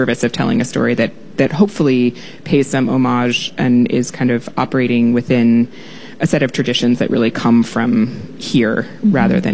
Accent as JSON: {"language": "English", "region": "Iowa", "country": "United States", "tie": "born or raised there", "moved": "yes", "said": "where I grew up in Iowa"}